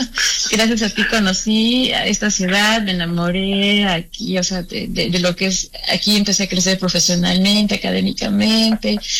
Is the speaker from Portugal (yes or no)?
no; Mexico City, Mexico; now in Cuernavaca, Mexico; bueno, yo soy de la Ciudad de México.